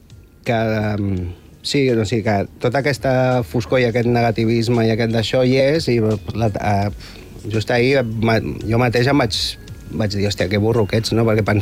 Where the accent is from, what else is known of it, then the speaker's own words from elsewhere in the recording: Sant Celoni, Catalonia, Spain; born there; moved away as an adult; now in Barcelona, Spain; vaig néixer a Barcelona, tot i que els meus pares ja s'havien anat a viure... Els meus pares són de Navarra i van viure a Barcelona uns anys, però quan jo vaig néixer van anar a Sant Celoni, però jo vaig néixer a un hospital de Barcelona